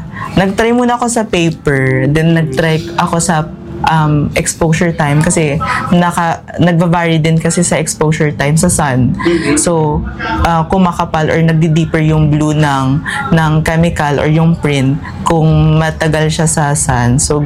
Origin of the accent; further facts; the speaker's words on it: Aklan, Philippines; I'm from Boracay. So growing up, I go to the beach